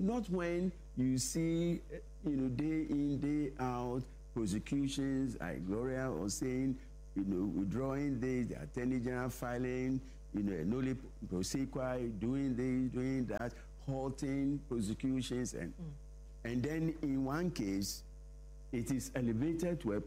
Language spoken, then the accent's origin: English; Ghana; as a Ghanaian, I think we shouldn't make, you know, heavy weather